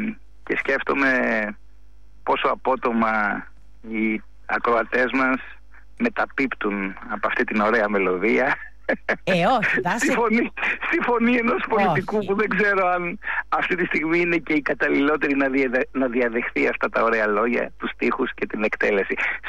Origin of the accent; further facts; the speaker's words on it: Ionian Islands, Greece; Είμαι στην Κεφαλονιά, είναι η ιδιαίτερη πατρίδα μου. Είχαμε λοιπόν αμπέλια, τα καλλιεργούσαμε και τα τριγούσαμε με παραδοσιακές μεθόδους.